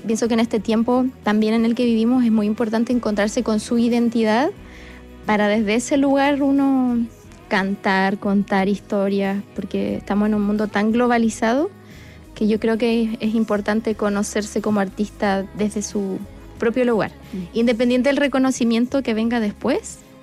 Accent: Valdivia, Los Ríos, Chile; Sí, mi ciudad natal.

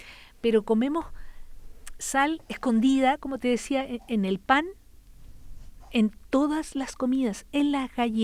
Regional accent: Chile; nosotros como chilenos

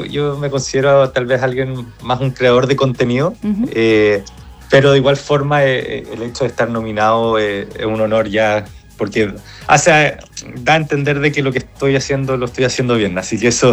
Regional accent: Chile; Entonces estoy todavía en esa campaña de convencer de que soy chileno

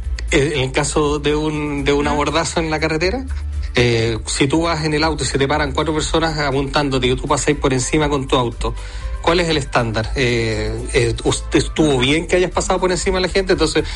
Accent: Chile; yo lo digo como cualquier chileno

